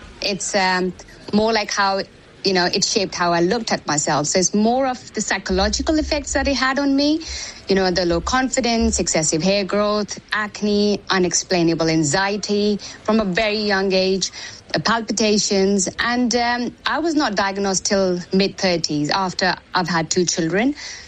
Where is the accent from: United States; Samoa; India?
India; English is a second language; So I was born and raised in India, and I'm 45, but I'm talking about in 90s when there was no conversation around it.